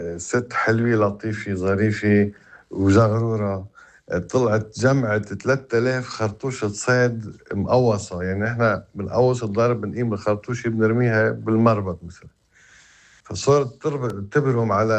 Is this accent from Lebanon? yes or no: yes; North Governorate, Lebanon; من الشمال بدي أقول